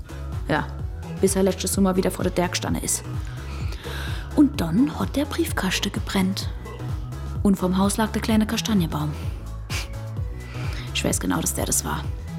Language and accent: German; Landau, Germany; Eigentlich bin ich aus Landau.